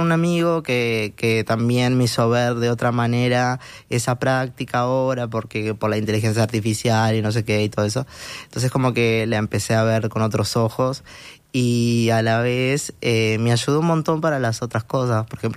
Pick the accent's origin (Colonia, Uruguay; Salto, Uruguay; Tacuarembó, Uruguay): Tacuarembó, Uruguay; moved away; also born or lived in Montevideo, Uruguay / Buenos Aires, Argentina; yo soy de Tacuarembó, entonces como que soy de ahí, ya sé que en algún momento voy a venir a Montevideo. Cuando estaba en Montevideo sabía que tenía que irme y nunca pensé que iba a volver a Uruguay.